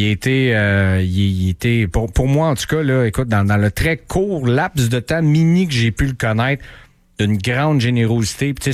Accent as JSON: {"language": "French", "town": "Montreal", "region": "Quebec", "country": "Canada", "said": "il m'a dit « Est-ce que tu viens de Seattle parce que c'était contre le Kraken? » Je dis « Non, je viens de Montréal. »"}